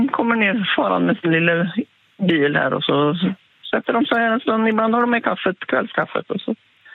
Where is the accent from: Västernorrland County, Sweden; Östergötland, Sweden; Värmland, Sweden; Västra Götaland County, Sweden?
Västra Götaland County, Sweden; now in Strömstad, Sweden; sen är jag född och uppväxt här ute. Jag bor i Strömstad emellan